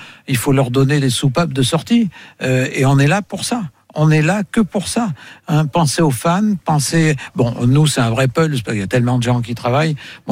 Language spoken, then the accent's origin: French; Auvergne-Rhône-Alpes, France; moi, je suis auvergnat